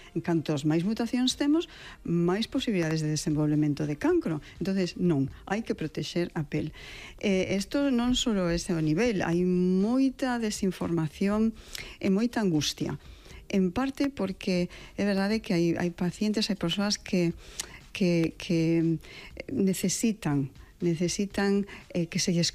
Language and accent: Galician; Monte, Galicia, Spain; born there; con moitos amigos e con moitas amigas que veñen da miña aldea, onde eu nacín, na aldea do Monte